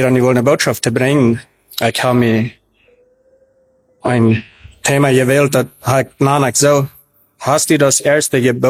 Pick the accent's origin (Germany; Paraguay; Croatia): Paraguay; also born or lived in Mexico; Ich bin in Mexiko geboren und in 1973. Meine Eltern traten in Paraguay, als ich ein Jahr war. Wird immer ein Jahr. Bloß bin ich dann die meiste Zeit abgewachsen.